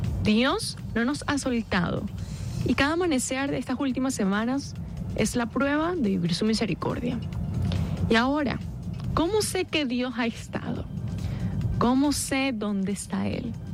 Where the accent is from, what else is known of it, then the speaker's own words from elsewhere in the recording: Venezuela; todos los venezolanos, sin importar el credo